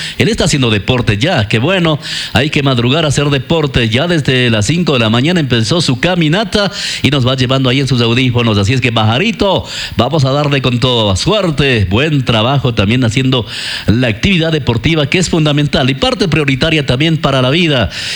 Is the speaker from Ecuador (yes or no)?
yes; Ecuador; así somos los ecuatorianos